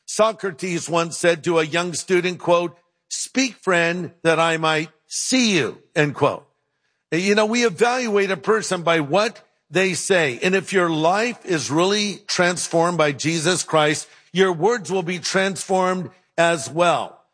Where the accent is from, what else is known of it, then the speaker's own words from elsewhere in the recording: California, United States; I'm from California.